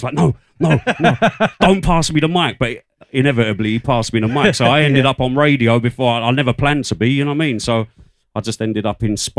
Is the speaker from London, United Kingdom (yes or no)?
yes; Romford, London, United Kingdom; I grew up in Romford